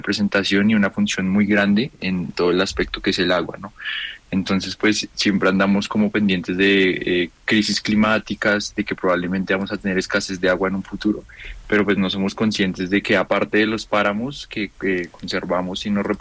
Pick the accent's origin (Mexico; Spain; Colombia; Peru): Colombia; Y pues la pérdida de estos como colombianos pues nos afecta